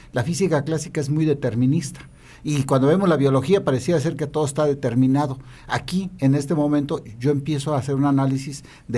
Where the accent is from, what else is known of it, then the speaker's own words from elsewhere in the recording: Comitán, Chiapas, Mexico; ahí en mi pueblo, en Comitán, yo soy de Comitán